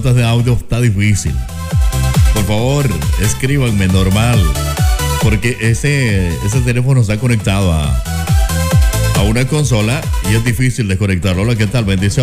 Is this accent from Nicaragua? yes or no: yes; Nicaragua; Somos nicaragüense, somos nicaragüense.